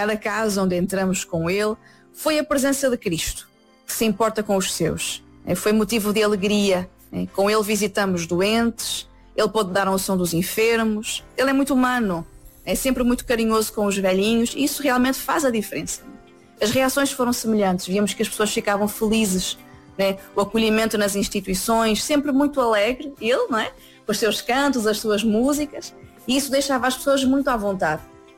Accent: Northern Portugal, Portugal; Para mim, sendo nortenha, foi uma verdadeira imersão no Alentejo

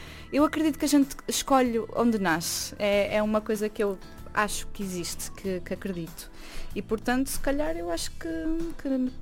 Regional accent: Portugal; moved away; also born or lived in Denmark / Madeira; E foi o que me aconteceu quando eu saí de Portugal.

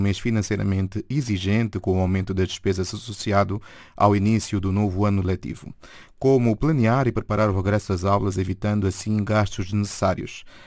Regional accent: Angola; Eu sou de Angola, prestigiar aquilo que é o belo país do continente africano.

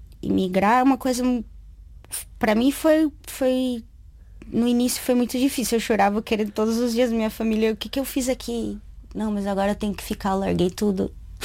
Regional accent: Cerquilho, São Paulo, Brazil; moved away as an adult; also born or lived in Paraná; now in Portugal; se fosse comparar Cerquilho, de onde eu venho, interior de São Paulo

